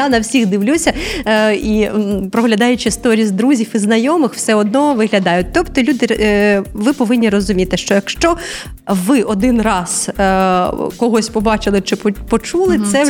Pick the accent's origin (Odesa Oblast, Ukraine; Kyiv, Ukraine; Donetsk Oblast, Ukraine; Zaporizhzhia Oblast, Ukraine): Donetsk Oblast, Ukraine; Я з Донеччини, до речі